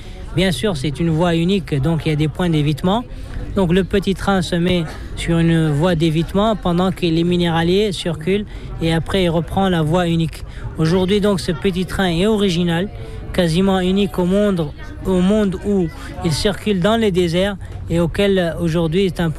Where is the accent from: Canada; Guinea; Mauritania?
Mauritania; Zouérat, Tiris Zemmour; French is a second language; Alors moi j'ai grandi, je suis né dans la ville de nos jours, qui est une ville au nord du pays Zouérat, là où il y a la mine, l'exploitation du minerai de fer. Et donc je suis né dans la ville, j'ai grandi à l'école dans la ville